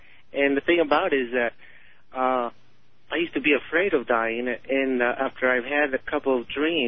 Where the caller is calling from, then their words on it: Phoenix, Arizona, United States; I'm calling from Phoenix, Arizona.